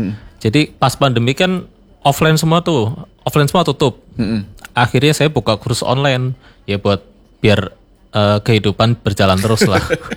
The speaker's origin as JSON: {"language": "Indonesian", "town": "Brebes", "region": "Central Java", "country": "Indonesia", "tie": "born or raised there", "moved": "yes", "said": "Enggak, saya aslinya dari Brebes."}